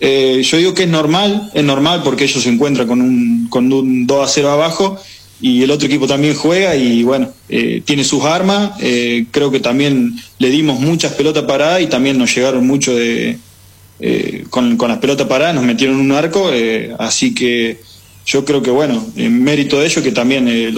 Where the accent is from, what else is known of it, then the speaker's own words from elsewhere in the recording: Villa Huidobro, Córdoba, Argentina; yo soy acá de Villa Huidobro, del club donde yo salí, se llama el Fútbol Club Villa Huidobro.